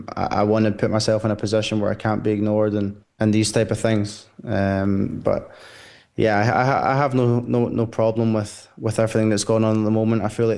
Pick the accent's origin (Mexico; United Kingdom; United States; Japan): United Kingdom; Glasgow, Scotland; born or raised there